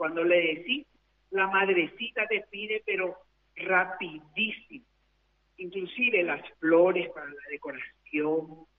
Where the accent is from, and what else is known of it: Pedro Juan Caballero, Amambay, Paraguay